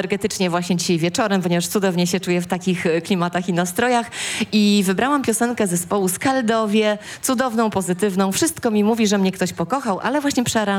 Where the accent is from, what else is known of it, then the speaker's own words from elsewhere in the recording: Pomeranian Voivodeship, Poland; w moim przypadku to są Kaszuby